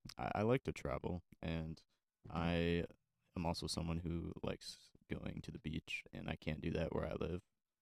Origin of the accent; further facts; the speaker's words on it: Colorado, United States; I am from Colorado.